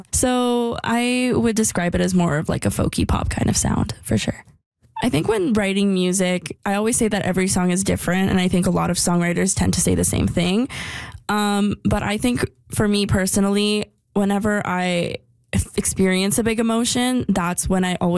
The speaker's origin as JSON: {"language": "English", "town": "Calgary", "region": "Alberta", "country": "Canada", "said": "I am an artist from Calgary, Alberta."}